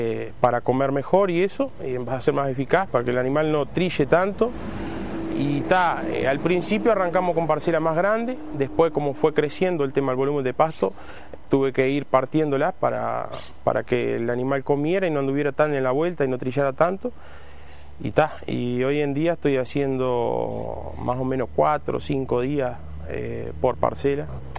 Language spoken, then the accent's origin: Spanish; Tacuarembó, Uruguay; soy del departamento de Tacuarembó, estoy ubicado en la zona de Pampa, Ruta 5, bueno, frente al Parque Eólico Pampa.